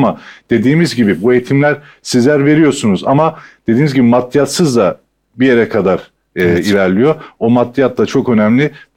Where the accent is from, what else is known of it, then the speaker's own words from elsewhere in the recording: Of, Trabzon, Turkey; born there; moved away; Bu sene işte memleketimiz Of'taydık hocam.